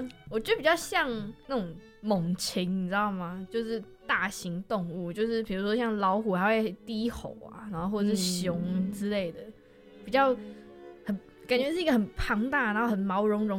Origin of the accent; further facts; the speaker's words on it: Yilan County, Taiwan; 我们宜兰人会骑三星葱啊。